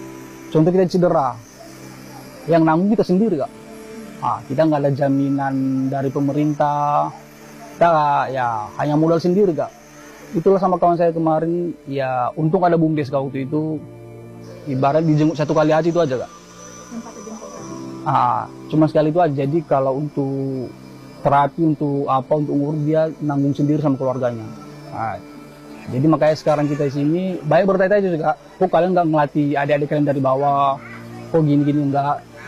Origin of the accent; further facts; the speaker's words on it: Bawomataluo, North Sumatra, Indonesia; saya asal Desa Bahumatalu, saya salah satu pelompat dari Desa Bahumatalu ini.